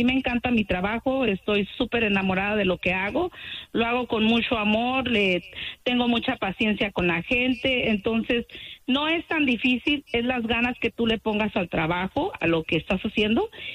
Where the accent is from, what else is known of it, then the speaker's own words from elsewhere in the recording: Michoacán, Mexico; also born or lived in California / Los Angeles; now in Las Vegas, United States; Yo soy nacida en California, pero fui criada en Michoacán, o me considero de Michoacán.